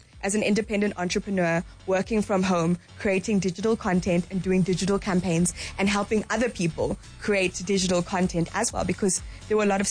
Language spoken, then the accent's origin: English; Zimbabwe; born or raised there; moved away